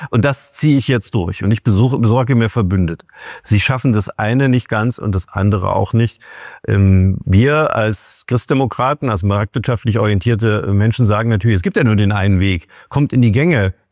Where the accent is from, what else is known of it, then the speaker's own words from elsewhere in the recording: East Germany, Germany; Wir als Ostdeutsche, Sie auch, wissen, wie das nach 1990 hier war.